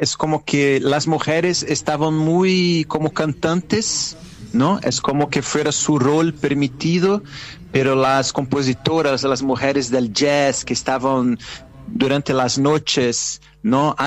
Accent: Rio de Janeiro, Brazil; Spanish is a second language; moved away as an adult; now in São Paulo, Brazil; yo soy de Río de Janeiro, pero estoy viviendo en São Paulo hace casi 10 años, y justo cuando me cambié a São Paulo

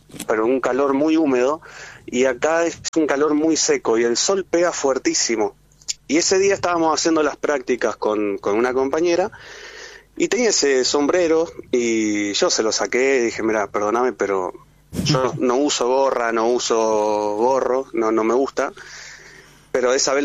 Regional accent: Rosario, Santa Fe, Argentina; now in El Bolsón, Argentina; Yo originariamente soy de Rosario, de la ciudad de Rosario, pero hace ya unos años estoy viviendo en Bolsón.

